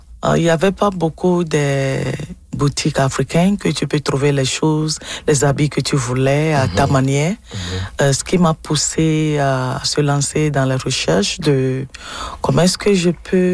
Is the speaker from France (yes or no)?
no; Togo; je suis togolaise et puis mes parents sont des Togolais.